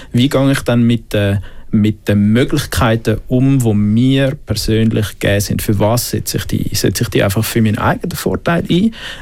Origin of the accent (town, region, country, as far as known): Switzerland; first language German